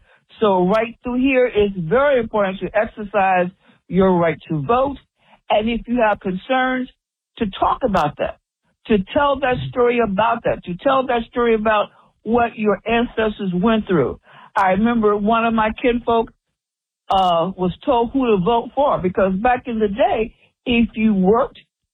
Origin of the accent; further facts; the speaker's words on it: Alcoa, Tennessee, United States; moved away; I was born and raised in Alcoa, Tennessee, which is at the foothills of the Great Smoky Mountains. It's an aluminum town. That's how it got its name.